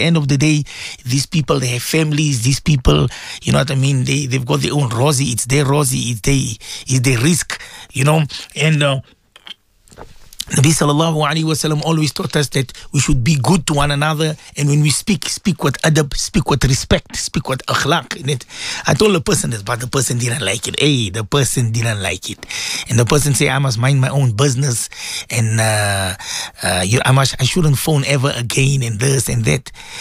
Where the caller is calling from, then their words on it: Johannesburg, Gauteng, South Africa; And I'm calling from Johannesburg and this, whatever.